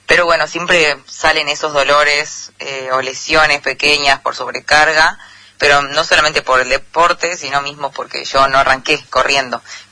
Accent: Salta, Argentina; now in Buenos Aires, Argentina; No, estoy en Buenos Aires, me vine a vivir acá, porque estoy estudiando kinesiología también. Y bueno, ya hace 4 años que me vine acá

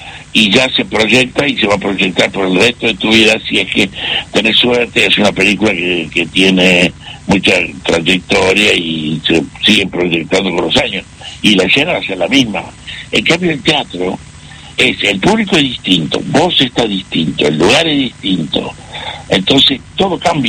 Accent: La Caldera, Salta, Argentina; also born or lived in Huachipa; now in Buenos Aires, Argentina; Y yo nací en Huachipa y después nos fuimos a vivir a otro pueblo que era La Caldera. Y de ahí ya me fui a Capital

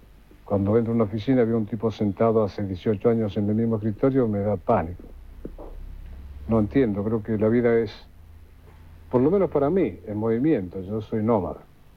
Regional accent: Argentina; Soy fatalmente argentino. Soy tangamente argentino, inevitablemente argentino.

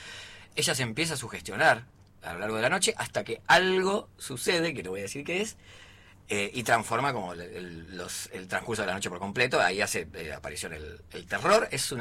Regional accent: Buenos Aires Province, Argentina; Yo soy de la provincia de Buenos Aires.

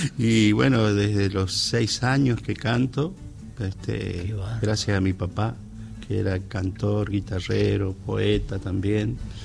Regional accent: La Cruz, Corrientes, Argentina; moved away; Yo me crié en La Cruz, un pueblo que está a 100 kilómetros al norte de Paso de los Libres. Un pueblo de raíz jesuítica que yo amo profundamente, porque allí viví una infancia y adolescencia felicísima

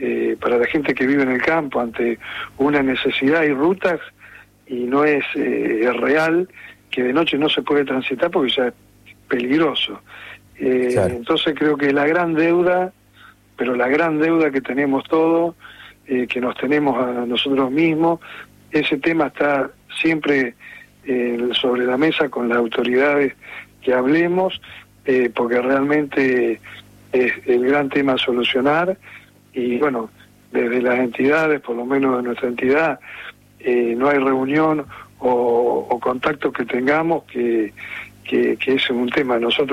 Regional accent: Argentina; no podemos permitirnos como argentinos

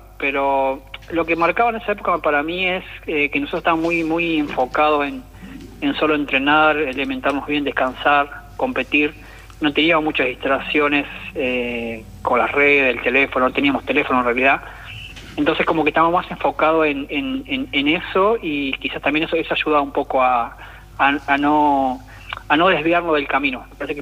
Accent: Entre Ríos, Argentina; 9 de julio Villaguay, que está cerca de mi pueblo.

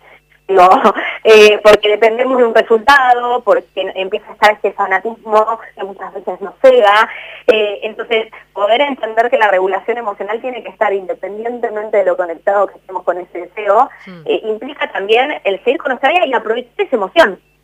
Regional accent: Argentina

